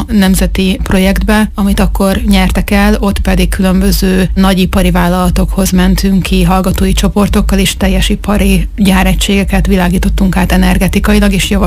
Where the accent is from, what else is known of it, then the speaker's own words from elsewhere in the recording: Hungary; moved away as an adult; also born or lived in United States; Igazából haza költöztünk és hazavándoroltunk, hiszen mi kivándoroltunk, tehát nem volt állandó lakcímem se az idő alatt, amíg Amerikában éltem.